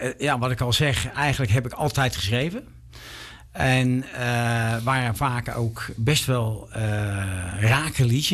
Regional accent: Rotterdam, South Holland, Netherlands; Kijk, weet je, ik ben een echte Rotterdammer.

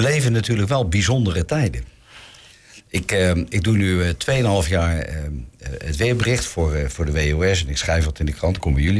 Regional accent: Westland, South Holland, Netherlands; Nou, ik kom uit Westland

